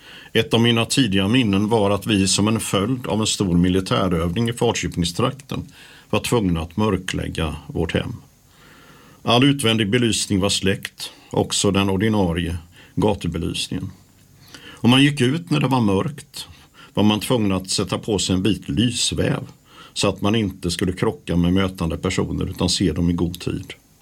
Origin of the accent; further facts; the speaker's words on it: Norrköping, Östergötland, Sweden; born there; alla födda på BB-avdelning på sjukhuset i Norrköping där man bodde innan. Så blev det dock, och huset jag föddes i på Östertullsgatan 17 finns fortfarande kvar.